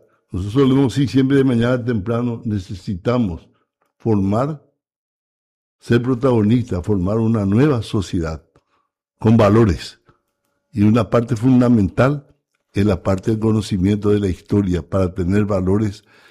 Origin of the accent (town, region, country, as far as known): Paraguay